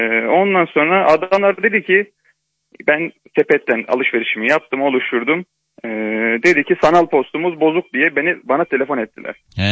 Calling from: Karabük, Turkey; Karabük'ten arıyorum.

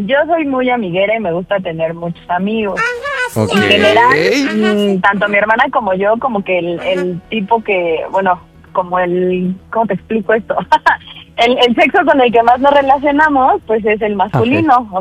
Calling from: Mexico City, Mexico; Tengo 30 años y soy de Ciudad de México.

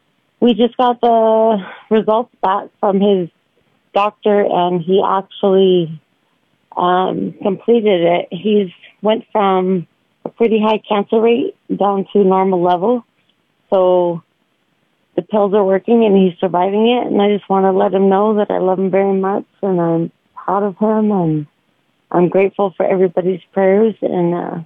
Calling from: Yerington, Nevada, United States; Yerington, Nevada.

